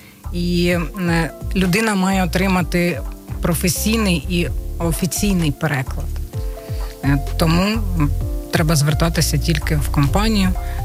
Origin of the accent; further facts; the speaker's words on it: Kharkiv, Kharkiv Oblast, Ukraine; moved away as an adult; now in Chernivtsi, Ukraine; Так, я з Харкова. Ну, я вже буковинка.